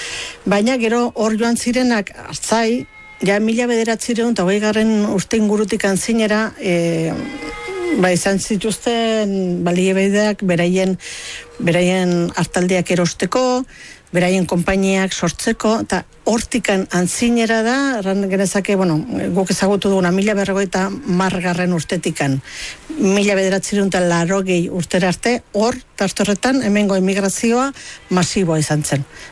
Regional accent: Lesaka, Navarre, Spain; born there; also born or lived in Dixon, California, United States; Julianek 7 urte, Beñardo lau, eta ni bi … itzuli ginen Lesakara

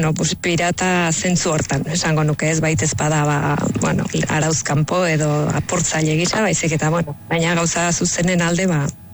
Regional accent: Nouvelle-Aquitaine, France; Lapurdikoa naiz

